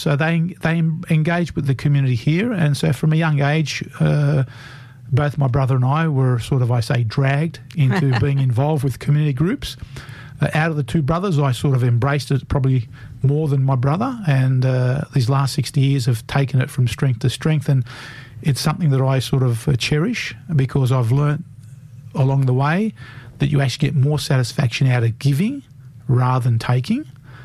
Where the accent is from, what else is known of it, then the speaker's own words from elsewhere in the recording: Australia; Given that I was only 2 years old, I view myself as an Aussie, having grown up here. But I do not forget my heritage.